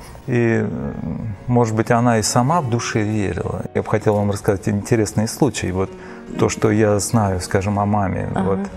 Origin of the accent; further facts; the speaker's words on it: Volgograd, Volgograd Oblast, Russia; Я родом из Волгограда. Мои родители – самые обыкновенные люди. Мама работала бухгалтером на заводе, папа тоже работал на заводе.